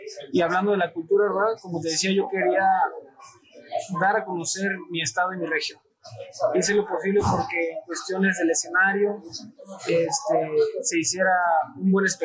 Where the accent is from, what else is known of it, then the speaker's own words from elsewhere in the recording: Puebla, Mexico; moved away; soy poblano